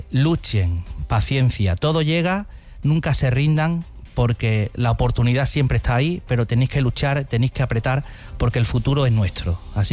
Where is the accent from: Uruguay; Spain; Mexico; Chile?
Spain; Ubrique, Andalusia; now in Seville, Spain; llegar a mi pueblo